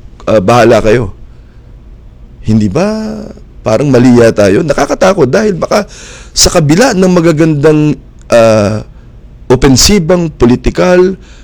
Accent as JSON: {"language": "Tagalog", "town": "Pasig", "region": "Metro Manila", "country": "Philippines", "said": "doon sa bayan namin sa Pasig"}